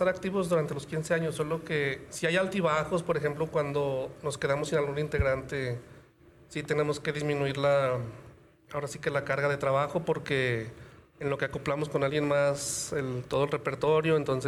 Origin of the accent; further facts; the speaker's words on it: Tacualeche, Zacatecas, Mexico; los tres que estamos ahorita de fundadores somos de Tacualeche.